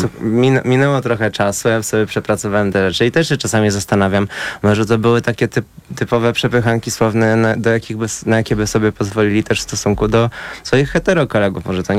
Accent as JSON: {"language": "Polish", "town": "Kielce", "region": "Świętokrzyskie Voivodeship", "country": "Poland", "said": "Ja pochodzę z Kielc, tak. Nie jestem takim małym miastem, ale też chciałem zrobić ten krok."}